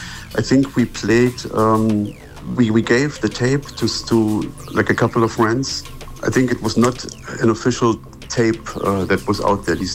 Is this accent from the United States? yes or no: no; East Germany, Germany; moved away; I moved to West Germany from East Germany in 1988.